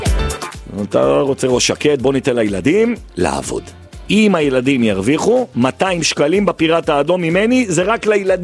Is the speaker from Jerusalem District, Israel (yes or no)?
yes; Jerusalem, Jerusalem District, Israel; פה זה כי אני ירושלמי.